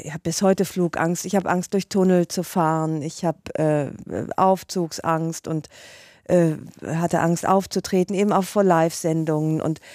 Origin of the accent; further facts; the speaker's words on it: Rhineland, Germany; weil ich ich bin ja Rheinländerin und Ungarin, also in entsprechenden Situationen bin ich durchaus dramatisch und auch glaubwürdig.